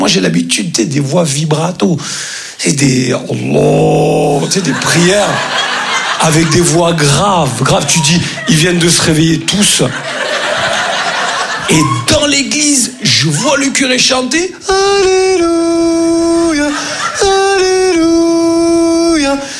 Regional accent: Grand Est, France; comme on dit chez nous en Lorraine.

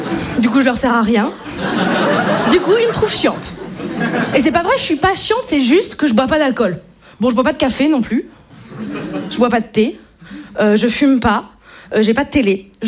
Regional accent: Brittany, France; je suis bretonne et je ne bois pas d'alcool.

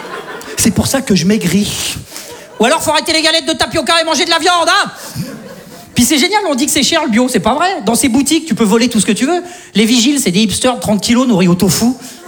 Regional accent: Saint-Étienne, Auvergne-Rhône-Alpes, France; Tu vois, moi, je viens de Saint-Étienne. Globalement, chez nous, t'as faim, tu prends une arbalète, tu vas chasser, ça s'arrête là, quoi.

